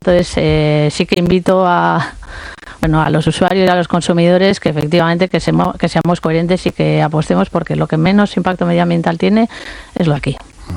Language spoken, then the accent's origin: Spanish; Basque Country, Spain; los vascos somos vascos y que generalmente tiramos más de nuestra tierra y vivimos en unos entornos, bueno, Bilbao es un pueblo